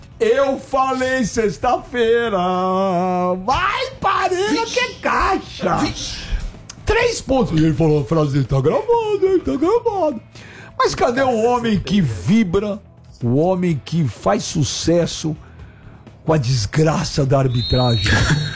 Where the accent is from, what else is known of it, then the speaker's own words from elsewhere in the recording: São Paulo, Brazil; born there; Eu sou brasileiro, nasci no Brasil, eu nasci na cidade de São Paulo.